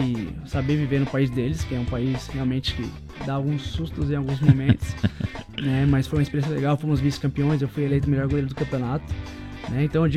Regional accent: São Bernardo do Campo, São Paulo, Brazil; moved away as an adult; also born or lived in Italy; Eu sou paulista de São Bernardo do Campo, né, desde os 6 anos de idade, e joguei minha base inteira no estado de São Paulo. E quando eu fiz 18 anos, eu tive a oportunidade de ir para a Itália, para Augusta

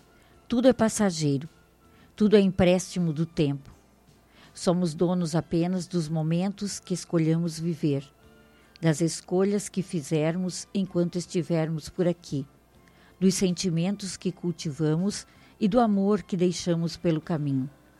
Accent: Brazil; moved away; a minha terrinha natal, né? Eu sou do Turvo Baixo

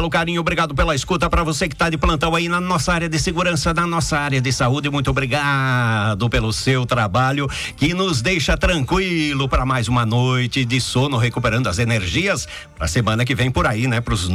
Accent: Brazil; Nós somos brasileiros e brasileiros são sempre teimosos, né?

